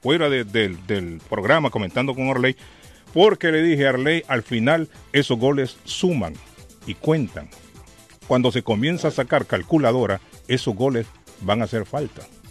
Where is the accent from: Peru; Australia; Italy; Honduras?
Honduras; Y me siento con el derecho de responderle como centroamericano, pero más como hondureño.